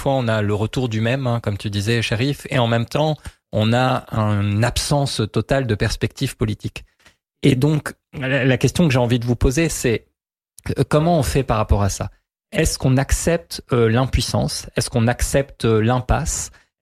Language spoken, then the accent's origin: French; Lebanon; Est-ce que, en tant que Libanais, nous sommes résilients ou résignés?